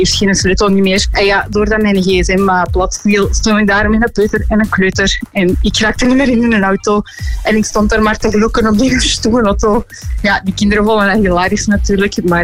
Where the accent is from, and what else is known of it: Belgium